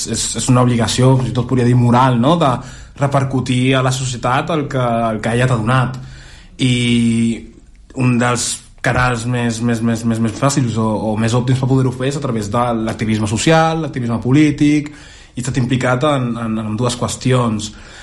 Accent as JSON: {"language": "Catalan", "town": "Barcelona", "region": "Catalonia", "country": "Spain", "tie": "born or raised there", "said": "al meu barri, on vaig créixer, que és Nou Barri, Ciutat Mediana, Torre Baró"}